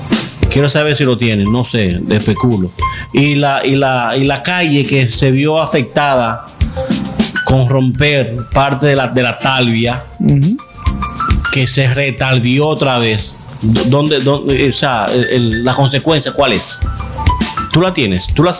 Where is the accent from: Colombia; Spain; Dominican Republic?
Dominican Republic; o en el ADN de nosotros como dominicanos.